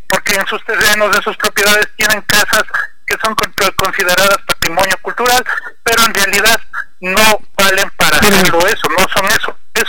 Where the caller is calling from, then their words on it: Cotopaxi, Ecuador; desde José Huango Bajo.